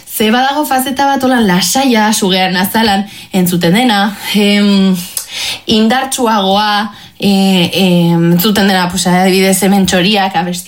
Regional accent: Bilbao, Basque Country, Spain; Ni Bilbotarra naiz, eta askotan ikusten dut eta entzuten ditut kantak hitz egiten dutena herri baten bati buruz.

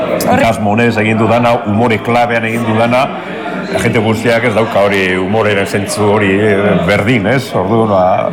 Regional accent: Basauri, Basque Country, Spain; also born or lived in Vitoria-Gasteiz; now in Arbizu, Spain; Eta nik Basauriko nara, Bizkaitarran, jaio nintzen, bizizan nintzen, Gasteizera alde ginen arte.

